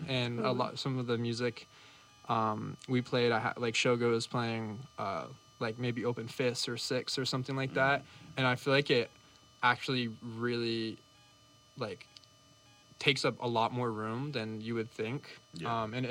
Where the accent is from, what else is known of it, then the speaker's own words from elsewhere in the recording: California, United States; now in New York, United States; we're both from California, opposite ends of the state